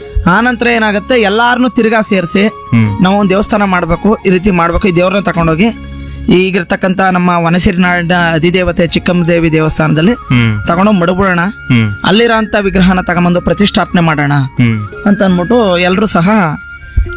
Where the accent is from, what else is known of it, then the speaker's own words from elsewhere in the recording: Sargur, Karnataka, India; ನಾವು ಸಂತೆ ಸರಗೂರು ನಿವಾಸಿಗಳು, 10ನೇ ವಾರ್ಡು, ತೊಗಟವೀರ ಸಮಾಜ.